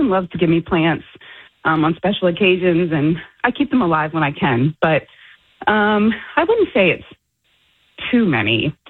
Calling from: Mechanicsville, Virginia, United States; Mechanicsville, Virginia.

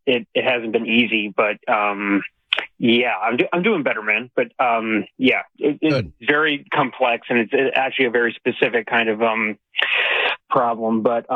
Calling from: North Carolina, United States; my home state of North Carolina

